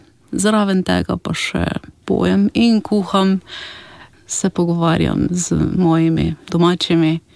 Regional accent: Razkrižje, Mura, Slovenia; moved away as an adult; now in Ljutomer, Slovenia; No, jaz sem pa bolj avtohtona ženska. Izhajam iz Razgrižja, sem pa poročena v Ljutomer.

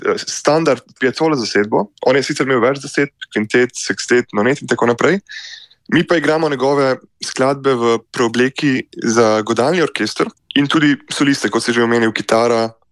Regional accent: Šmartno pri Litiji, Central Slovenia, Slovenia; še zadnji koncert cele poletne turneje bo na gradu Bogenšprk v Šmartnem pri Litiji v mojem domačem kraju

